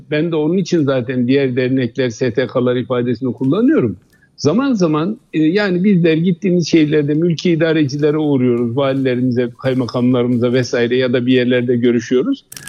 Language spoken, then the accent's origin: Turkish; Elbistan, Kahramanmaraş, Turkey; benim memleketim Elbistan